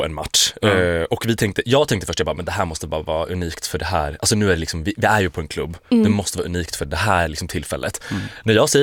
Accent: Sweden; jag förstår, jag är svensk.

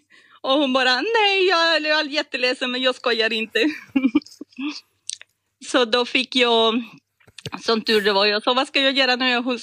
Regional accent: Costa Rica; Jag kommer från Costa Rica. Mm-hmm. Och har studerat i Polen då på 90-talet.

